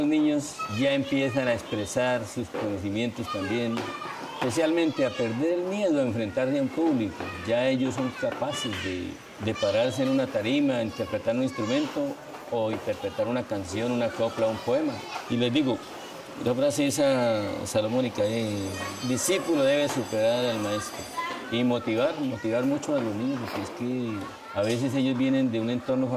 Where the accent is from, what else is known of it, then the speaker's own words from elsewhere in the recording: Labateca, Norte de Santander, Colombia; moved away as an adult; now in Arauquita, Colombia; Soy nacido en Lavateca, un pueblito montañero. El año 61, diciembre, en el día primero, mi papá fue un campesino, mi viejo, cuánto lo quiero. Mi mamá también del campo, mujer con temple de acero.